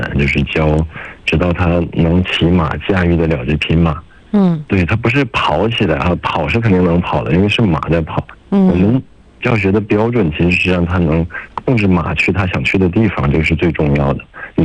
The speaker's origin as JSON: {"language": "Chinese", "town": "Ergun", "region": "Inner Mongolia", "country": "China", "tie": "born or raised there", "said": "因为我就是黑山头镇出生的人，我就生活在牧区。"}